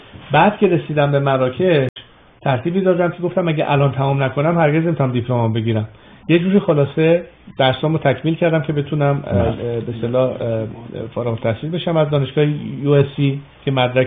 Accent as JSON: {"language": "Persian", "country": "Iran"}